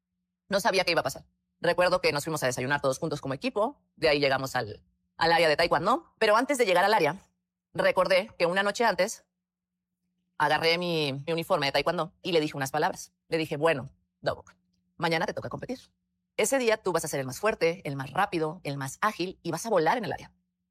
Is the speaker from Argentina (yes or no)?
no; Mexico; en el Campeonato del Mundo en Puebla, en mi país